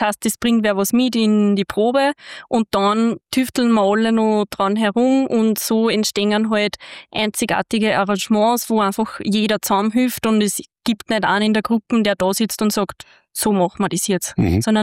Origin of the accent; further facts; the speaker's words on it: Lower Austria, Austria; Dann sind die Lea Kogler und ich, wir sind aus dem Mostviertel in Niederösterreich.